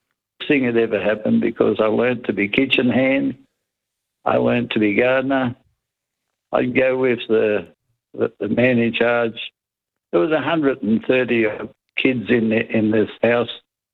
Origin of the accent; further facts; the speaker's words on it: Sydney, New South Wales, Australia; I'm a true blue Sydney boy.